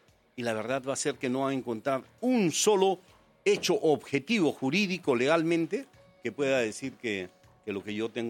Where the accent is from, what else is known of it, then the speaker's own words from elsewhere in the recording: Arequipa, Peru; En Arequipa, en mi pueblo, que es el Valle de Sihuas.